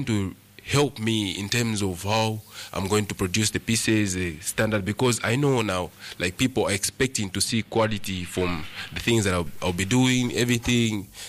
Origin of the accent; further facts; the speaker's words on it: Zambia; my home country, which is here in Zambia.